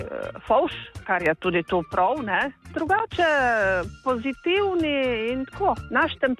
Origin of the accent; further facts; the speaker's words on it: Slovenian Littoral, Slovenia; Primorci smo, glede na slovenski narod, izredno v redu ljudje.